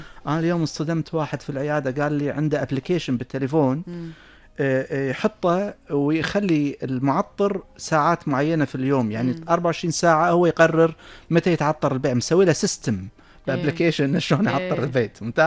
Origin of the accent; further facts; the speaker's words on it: Kuwait; احنا ترى عندنا طابع خاص بحياة الكويت